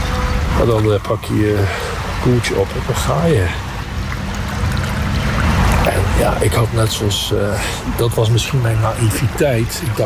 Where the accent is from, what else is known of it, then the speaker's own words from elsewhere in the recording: Nijmegen, Gelderland, Netherlands; born there; Ja, ik ben geboren in Nijmegen, gekomen. En ik ben aan de overkant geboren.